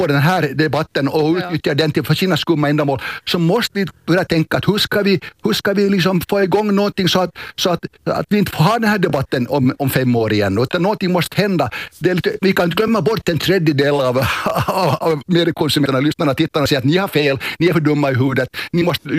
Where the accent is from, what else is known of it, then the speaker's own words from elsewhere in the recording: Finland; now in Sweden; jag också som finlandssvensk i förskingringen här i Sverige